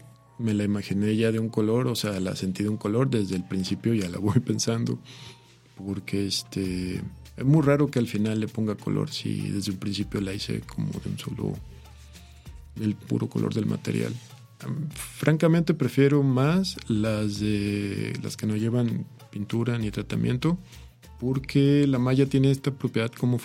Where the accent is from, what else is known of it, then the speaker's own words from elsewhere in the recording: Chiapas, Mexico; Yo vengo de una zona, yo soy chiapaneco, entonces crecí no solo en una zona con en ese tiempo mucha vegetación, sino tenía a la mano como muchas ruinas de no eran mayas ni olmecas